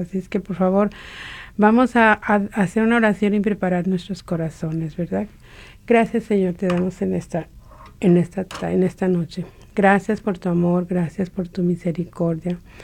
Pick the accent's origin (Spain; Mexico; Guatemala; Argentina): Mexico; Es septiembre, el mes patrio para nosotros los que somos mexicanos.